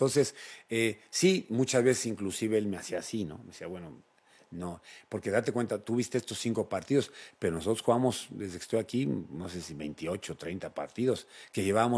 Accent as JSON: {"language": "Spanish", "country": "Mexico", "said": "siendo mexicanos, estando cuatro fuera"}